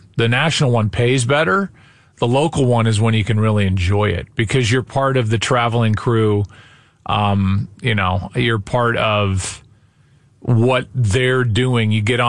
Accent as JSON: {"language": "English", "town": "St. Louis", "region": "Missouri", "country": "United States", "tie": "born or raised there", "said": "I'm going to be calling my hometown team in the World Series"}